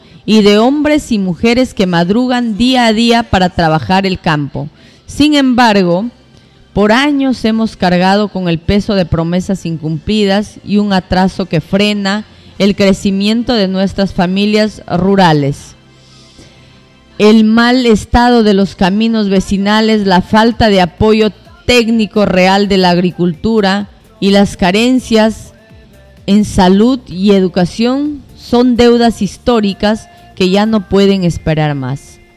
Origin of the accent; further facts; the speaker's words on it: El Dorado Province, San Martín, Peru; nosotros como doradinos, como peruanos